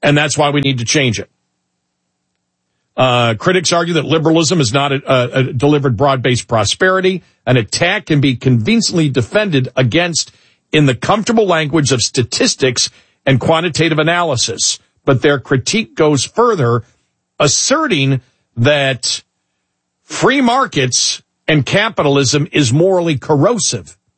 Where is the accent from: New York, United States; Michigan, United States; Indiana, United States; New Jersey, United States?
New York, United States; Buffalo; somebody who grew up in Buffalo, where the temperature probably now is 75 degrees